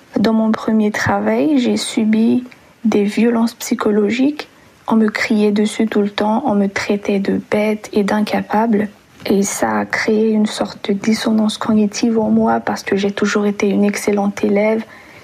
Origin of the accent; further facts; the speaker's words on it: Madagascar; now in Bonn, Germany; Bonjour, Priorité Santé. … je viens de Madagascar. J'ai 27 ans et j'habite actuellement en Allemagne, dans la ville de Bonn